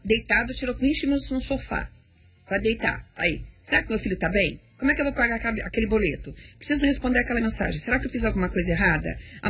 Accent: Paraná, Brazil; E eu sou paranaense também, né? Sou conterrânea dele, somos do mesmo estado.

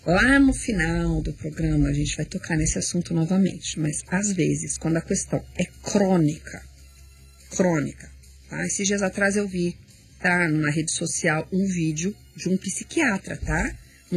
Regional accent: Paraná, Brazil; E eu sou paranaense também, né? Sou conterrânea dele, somos do mesmo estado.

